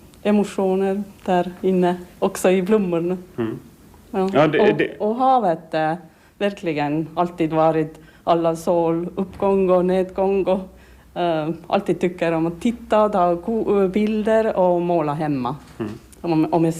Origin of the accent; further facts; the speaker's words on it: Tallinn, Harju County, Estonia; now in Sweden; Att jag kom från Tallinn och det är alldeles annorlunda där.